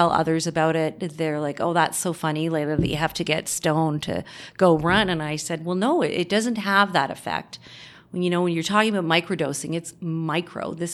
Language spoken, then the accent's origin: English; Ontario, Canada; moved away as an adult; also born or lived in Calgary, Canada; now in Whitehorse, Canada; I live here in Whitehorse, born and raised in Ontario, west of Ottawa, and came to the UConn in 1996 to do a master's in geology in the Mayo area.